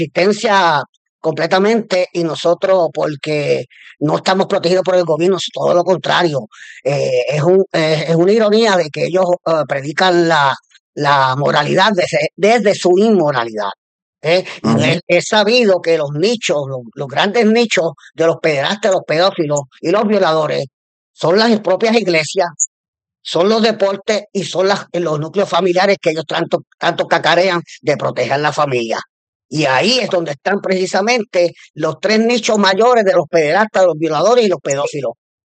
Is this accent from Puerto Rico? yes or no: yes; Puerto Rico; nosotros tenemos derecho como puertorriqueños, puertorriqueñas y puertorriqueñas, estar en las calles de nuestra patria seguros